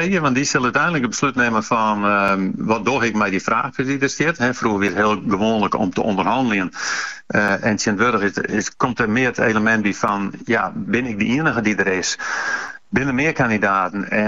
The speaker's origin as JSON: {"language": "Dutch", "region": "Friesland", "country": "Netherlands", "said": "Nee, we zijn Fries natuurlijk al een beetje hoos."}